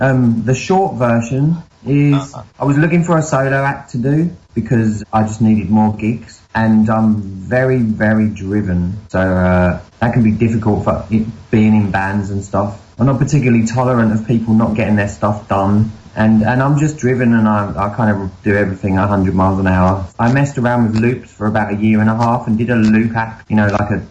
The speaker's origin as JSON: {"language": "English", "town": "Canvey Island", "region": "East of England", "country": "United Kingdom", "tie": "born there", "moved": "yes", "said": "I was born on Canvey Island."}